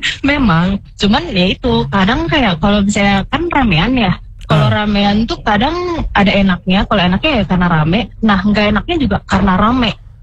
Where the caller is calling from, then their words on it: Manado, North Sulawesi, Indonesia; Aku kebetulan di Manado.